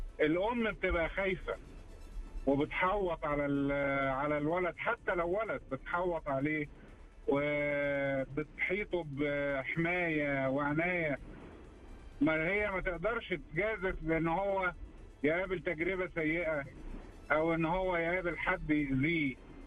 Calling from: Egypt; إحنا عندنا في مصر بيقولوا الواحد لازم يتخشن

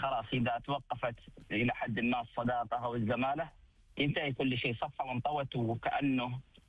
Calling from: Jeddah, Makkah Province, Saudi Arabia

